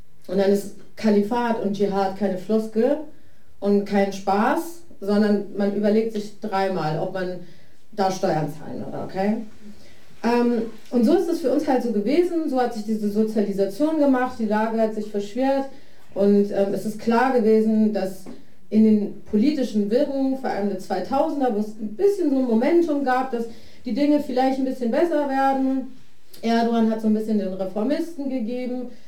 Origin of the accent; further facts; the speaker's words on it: Iraq; now in Germany; Ich bin selber Kurdin aus dem Irak, meine Eltern sind nach Deutschland geflohen vor dem Genozid von Saddam Hussein.